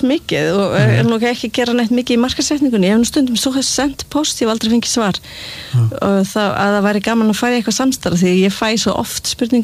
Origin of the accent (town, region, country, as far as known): Seltjarnarnes, Capital Region, Iceland; born or raised there; also born or lived in Reykjavík